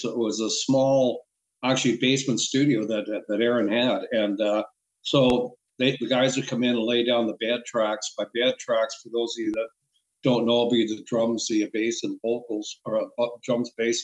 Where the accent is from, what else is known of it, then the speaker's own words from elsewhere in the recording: London, Ontario, Canada; he's in my hometown of London, Ontario